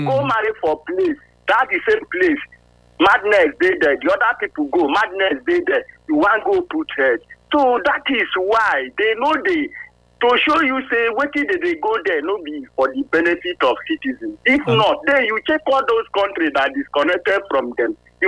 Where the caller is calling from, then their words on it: Nigeria; I'm calling from Osakumba.